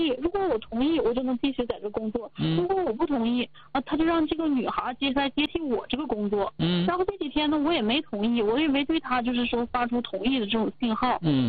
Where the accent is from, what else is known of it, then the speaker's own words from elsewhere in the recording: Changchun, Jilin, China; now in Hangzhou, China; 老师你好，是这样的，我家是东北的，我是吉林长春人，我今年26岁。